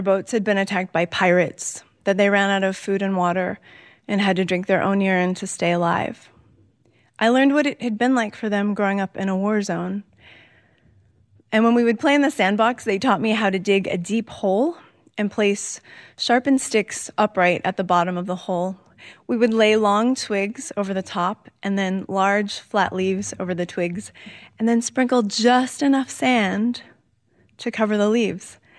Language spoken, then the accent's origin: English; United States; I tell them, the United States. They ask, no, but what's your nationality? I tell them, I'm American.